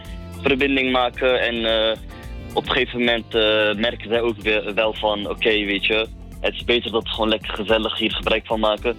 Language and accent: Dutch; Rotterdam, South Holland, Netherlands; born there; Ja? Ik ben 30 jaar oud. Ik ben geboren in Rotterdam-Zuid